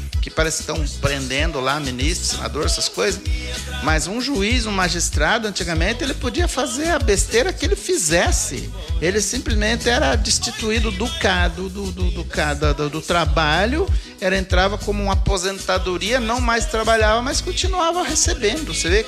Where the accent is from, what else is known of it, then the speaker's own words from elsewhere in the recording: Brazil; é Brasil, e nós somos brasileiros